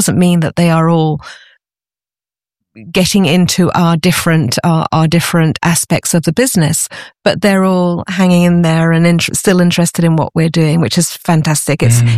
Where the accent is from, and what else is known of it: United Kingdom; now in France